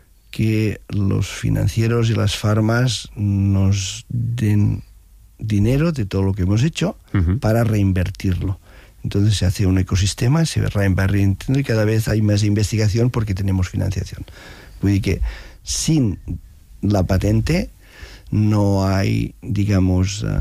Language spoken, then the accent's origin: Spanish; Arenys de Mar, Catalonia, Spain; Y hubo una coincidencia muy bonita, que soy de Arenys de Mar.